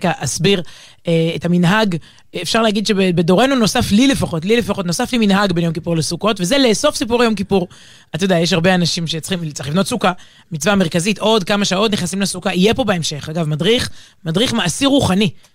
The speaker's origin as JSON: {"language": "Hebrew", "town": "Herzliya", "region": "Tel Aviv District", "country": "Israel", "tie": "born or raised there", "said": "כן, ליד הרצליה, גדלתי בהרצליה, קיבוץ יקום"}